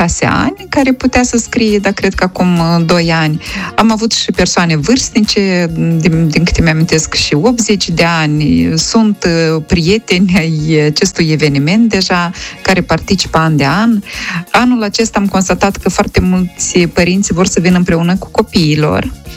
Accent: Moldova; first language Romanian; pentru noi, cei din Republica Moldova, care am luptat pentru a reveni la alfabet latin, am luptat pentru a ne redobândi dreptul de a denumi corect, științific, limba maternă pe care o vorbim, limba română

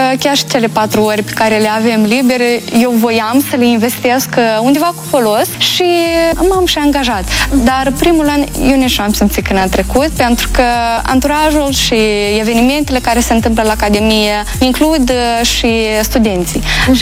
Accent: Țareuca, Rezina District, Moldova; Sunt originară din satul Țariuca, raionul Rezina

